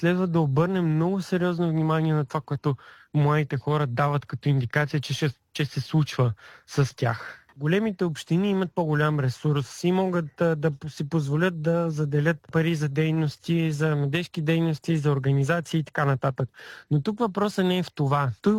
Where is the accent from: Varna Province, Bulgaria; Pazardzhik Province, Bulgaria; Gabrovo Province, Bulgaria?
Varna Province, Bulgaria; Varna; в момента се намирам в моя роден град Варна